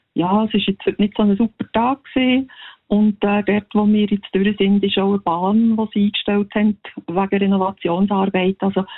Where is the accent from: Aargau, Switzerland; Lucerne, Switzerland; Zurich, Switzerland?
Lucerne, Switzerland; weil wir sind Luzerner und … sind Luzerner